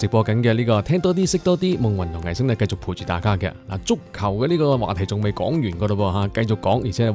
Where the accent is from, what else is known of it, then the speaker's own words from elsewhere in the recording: Guangdong, China; 啱好契合我哋广东人饮早茶嘅时间啊。